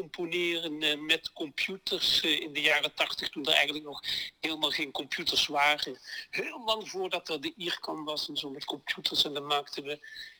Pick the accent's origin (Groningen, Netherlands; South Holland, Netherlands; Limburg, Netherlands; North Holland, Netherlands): Limburg, Netherlands; Maastricht; born there; En heel lang geleden ben ik geboren in Maastricht.